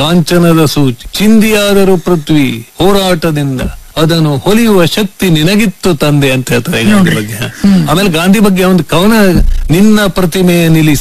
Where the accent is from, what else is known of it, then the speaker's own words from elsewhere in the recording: Honnavar, Karnataka, India; ಶರಾವತಿ ನಮ್ಮ ತಾಯಿ, ಅವಳ ಮಡಿಲಲ್ಲಿ ಅವಳ ಉಡಿಯಲ್ಲಿ ಬೆಳೆದವರು ನಾವು.